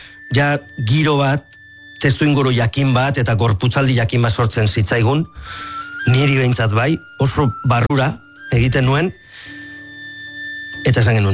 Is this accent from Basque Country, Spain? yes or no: yes; Larrabetzu, Basque Country, Spain; Larrabetzuko goizko lizalde auzoa, eta Areatza baserria, poema batean agertzen den areatza baserria, gure baserria.